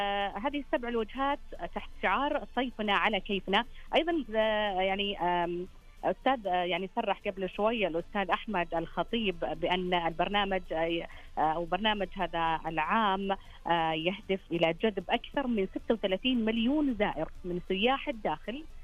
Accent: Saudi Arabia

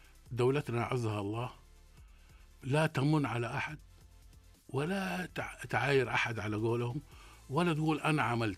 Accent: Saudi Arabia; فهذا حافز لينا نحن، يعني نحن أبناء البلد هذه.

